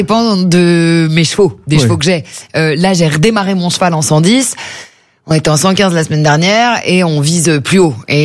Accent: Le Chesnay, Île-de-France, France; born there; now in Paris, France; Ce que je trouve fou aujourd'hui en tant que parisienne, je me dis, mais j'aurais dû me rendre compte de la chance que j'avais d'avoir vraiment mes poneys à 200 mètres de chez moi. C'est là où je vous dis que la vie au Chênay, c'est pas la même qu'une vie parisienne, même si on n'est pas très loin.

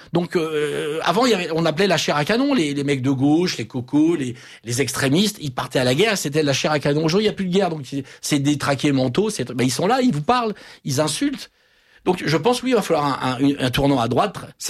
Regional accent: Paris, Île-de-France, France; Je suis parisien, je suis français, je suis européen.

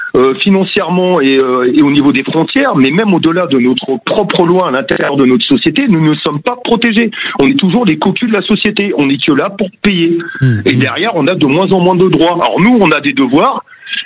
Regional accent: France; en tant que Français

